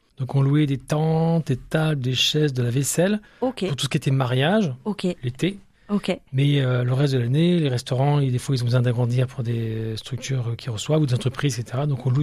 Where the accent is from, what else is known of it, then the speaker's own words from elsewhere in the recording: Aix-en-Provence, Provence-Alpes-Côte d'Azur, France; also born or lived in Lille; now in Niort, France; Voilà, je suis né à Lille et mes parents ont déménagé à Aix-en-Provence. Et j'ai fait une partie de mes études à Aix-en-Provence et à Marseille, presque région du cœur maintenant.